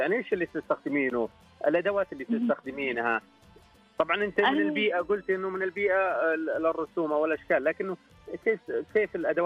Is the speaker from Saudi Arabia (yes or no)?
yes; Saudi Arabia; فهي يعني كنز بالنسبة لنا كسعوديين ووجهة إن شاء الله مستقبلية بإذن الله تعالى لكل السعوديين